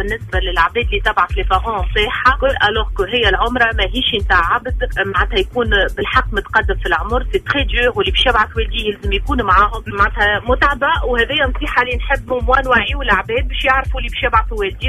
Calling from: Tunisia

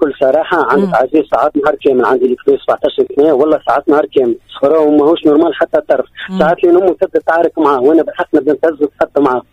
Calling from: Ariana Governorate, Tunisia; حومتي الكل يعرفوني راه معناها برج جزير

